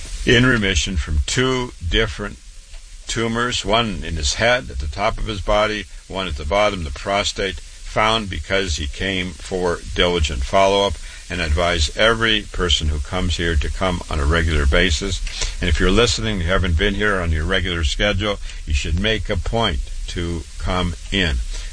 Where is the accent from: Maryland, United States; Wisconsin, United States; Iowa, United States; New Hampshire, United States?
Iowa, United States; Waterloo; born and raised in Waterloo, Iowa. Went to public school, MD at 25